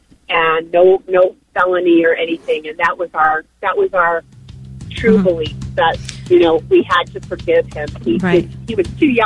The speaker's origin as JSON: {"language": "English", "town": "Tucson", "region": "Arizona", "country": "United States", "tie": "born or raised there", "said": "born and raised in Tucson, Arizona"}